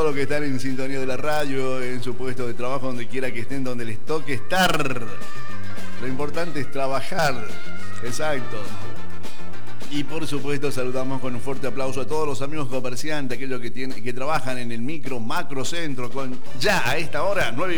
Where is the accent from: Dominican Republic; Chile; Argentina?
Argentina; Ya soy argentino